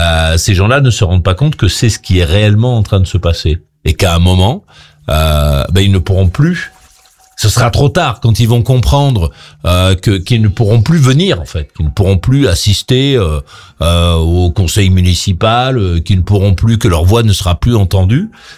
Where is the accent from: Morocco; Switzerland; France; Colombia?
France; chez nous en France